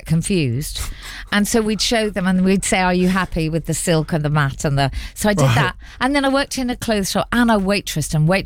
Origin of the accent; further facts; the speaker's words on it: Basingstoke, South East England, United Kingdom; I grew up in Basingstoke.